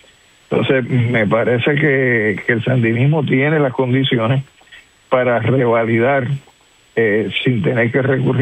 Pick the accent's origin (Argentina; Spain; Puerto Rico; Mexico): Puerto Rico; yo soy puertorriqueño nacional